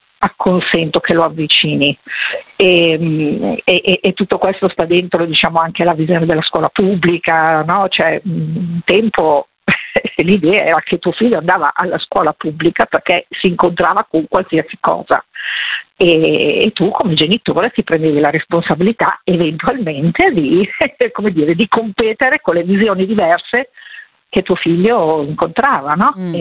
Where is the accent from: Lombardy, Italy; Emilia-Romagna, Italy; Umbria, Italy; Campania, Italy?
Lombardy, Italy; Milan; Sono di Milano, diciamo, è tanto che non ci vado per impossibilità, diciamo, organizzative, psicosociali. No, sono più anziana